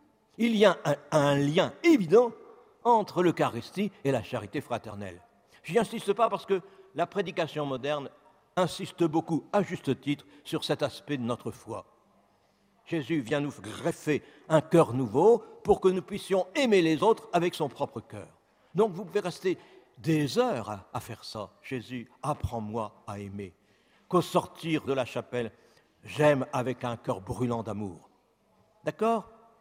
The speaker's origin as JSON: {"language": "French", "town": "Cambrai", "region": "Hauts-de-France", "country": "France", "tie": "born there", "said": "Je suis né, j'habite à Cambrai, célèbre pour ses bêtises, d'accord, bon."}